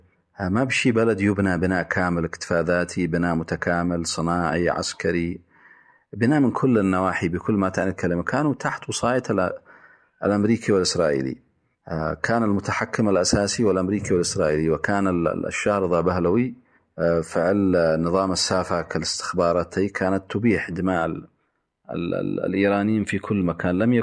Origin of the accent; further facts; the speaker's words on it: Yemen; مثلا 26 سبتمبر عندنا في اليمن،